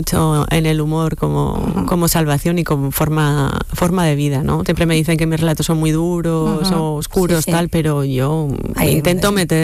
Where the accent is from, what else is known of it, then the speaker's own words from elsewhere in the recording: Rentería, Basque Country, Spain; Yo soy de Rentería y allí tuvo. Bueno, pues hicieron uh-huh. grandísimas cosas